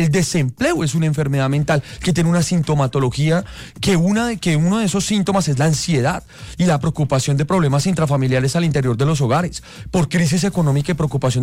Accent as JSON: {"language": "Spanish", "country": "Colombia"}